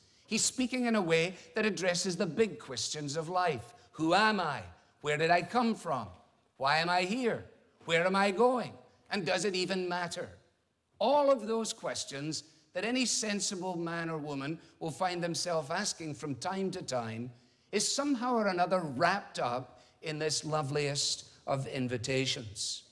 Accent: Scotland, United Kingdom

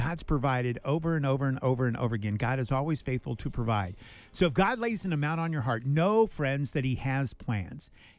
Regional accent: Pine River, Minnesota, United States; I'm from Pine River, Minnesota.

